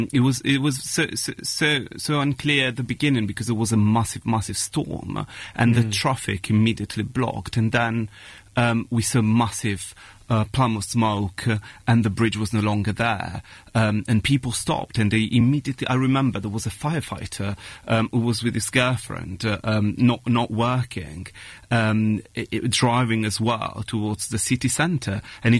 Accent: Genoa, Liguria, Italy; English is a second language; Yes, James. I was actually in my hometown. I was driving into town from my parents' place, And I did see it.

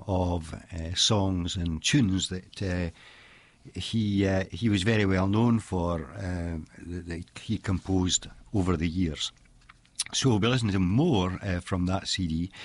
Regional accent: Big Stone Gap, Virginia, United States; my hometown of Big Stone Gap, over the line in Virginia there

